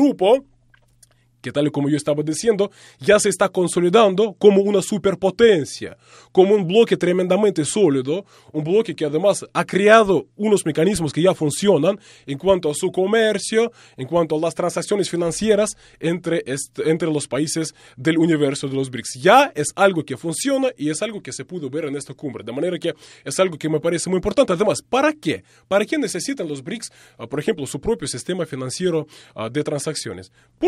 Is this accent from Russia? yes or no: yes; Russia; la cumbre de los BRICS que se celebró en el año 2024 en mi país, en Rusia.